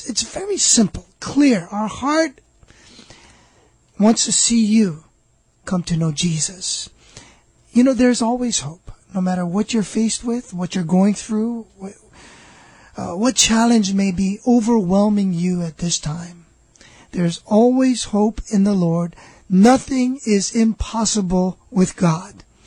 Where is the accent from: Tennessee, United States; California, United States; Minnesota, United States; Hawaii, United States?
Hawaii, United States; Maunalua; Well, I grew up here in Hawaii, in a nice little area called Mauna Lua.